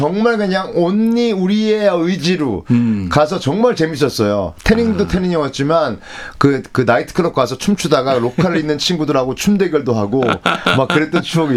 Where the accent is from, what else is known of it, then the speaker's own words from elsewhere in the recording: Busan, South Korea; 아 수영이 아마 부산 출신이니까 모나입니다.